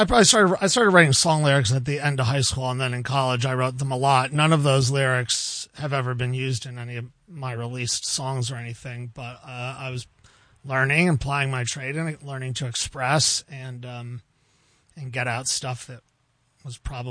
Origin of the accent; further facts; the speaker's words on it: New Paltz, New York, United States; now in Woodstock, United States; I grew up in New Paltz, live in Woodstock for a while now.